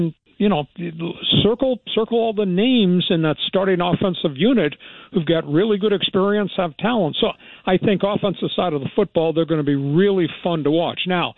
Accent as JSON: {"language": "English", "town": "Northport", "region": "New York", "country": "United States", "said": "And I was deported from Northport, Long Island."}